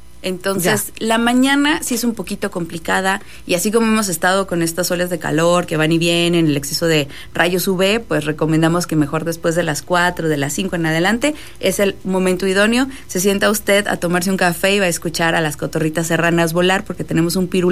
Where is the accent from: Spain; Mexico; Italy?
Mexico; San Juan de la Vaquería, Coahuila; yo vengo de San Juan de la Vaquería